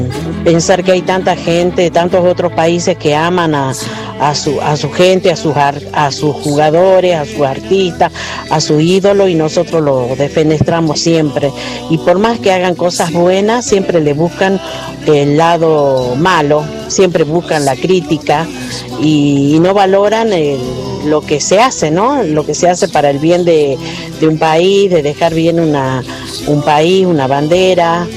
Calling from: Argentina; somos hinchas de Argentina

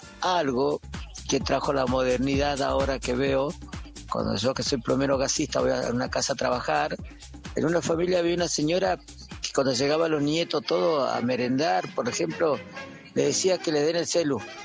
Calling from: Río Turbio, Santa Cruz, Argentina; Los saluda … desde Río Turbio.

